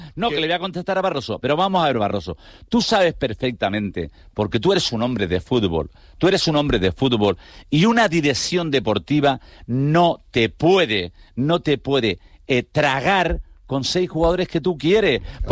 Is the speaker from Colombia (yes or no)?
no; Canary Islands, Spain; yo no soy el canario que digo...